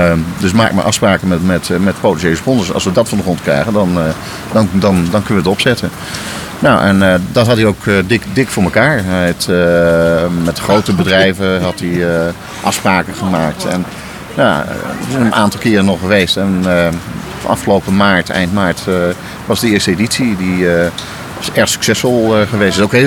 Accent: The Hague, South Holland, Netherlands; Ik ben in Den Haag geboren, ja. En ik heb hier op school gezeten, hier vlakbij. Ik heb hier op de Jacob Mosserstraat... Julaan van Stolberglaan gewoond.

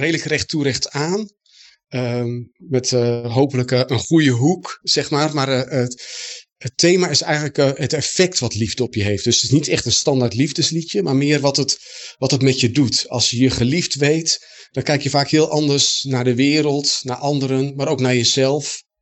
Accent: Erica, Drenthe, Netherlands; also born or lived in Groningen; Ik ben opgegroeid op Erica.

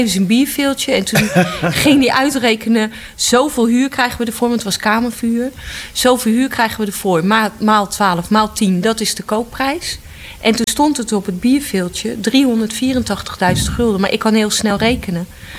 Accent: Utrecht, Netherlands; moved away as an adult; now in Rotterdam, Netherlands; ik ben op de Oude Gracht geboren.

